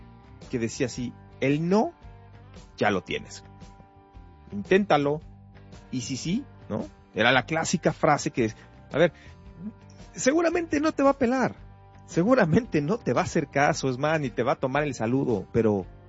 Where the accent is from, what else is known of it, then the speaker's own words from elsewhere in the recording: Mexico City, Mexico; en México, en mi ciudad, en mi país, en la capital de la República Mexicana.